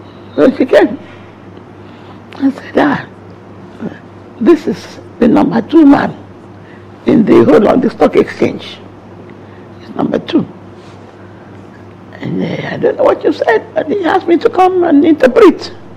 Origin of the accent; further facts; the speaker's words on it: Nigeria; moved away; I'm from Nigeria